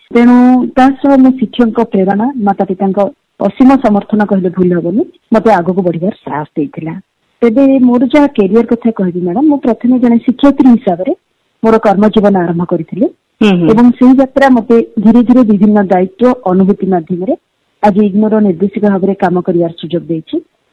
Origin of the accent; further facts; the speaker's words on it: Koraput, Odisha, India; ମୁଁ ଓଡ଼ିଶାର କୋରାପୁଟ ଭଳି ଏକ ତୁଳନାତ୍ମକ ପଛୁଆ ଜିଲ୍ଲାର ଗୋଟିଏ ପାରମ୍ପରିକ ପରିବାର ବା ଆମେ କହିପାରିବା ରକ୍ଷଣଶୀଳ ପରିବାରରୁ ଆସିଛି।